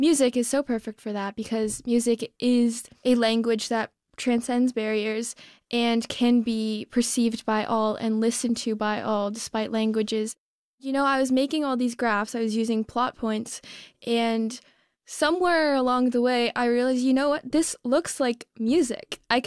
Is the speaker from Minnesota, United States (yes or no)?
no; South Pasadena, California, United States